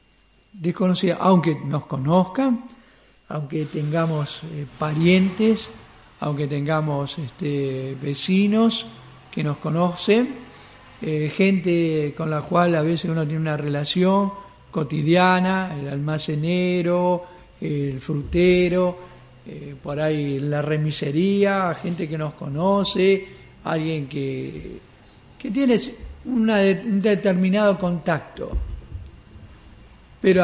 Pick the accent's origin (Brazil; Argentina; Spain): Argentina; por más que acá mi documento diga que yo soy argentino, nativo, que yo nací acá en territorio argentino